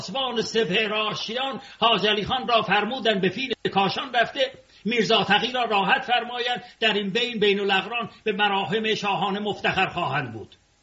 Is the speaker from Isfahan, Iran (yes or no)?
no; Tehran, Tehran Province, Iran; moved away; also born or lived in Ardabil; که من اردبیلی هستم، در تهران بزرگ شدم و من اردبیلی هستم.